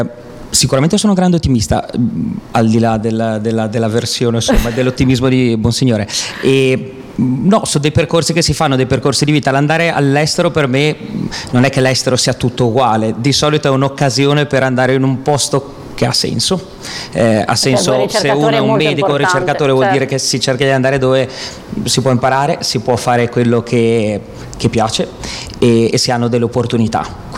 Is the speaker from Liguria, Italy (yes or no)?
yes; Genoa, Liguria, Italy; moved away as an adult; Io sono di Genova